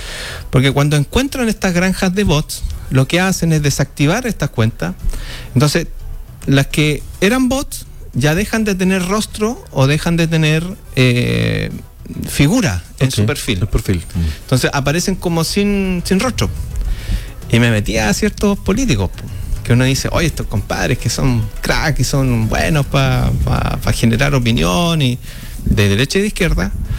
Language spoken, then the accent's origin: Spanish; Chile; uno como chileno está con esa fibra patriótica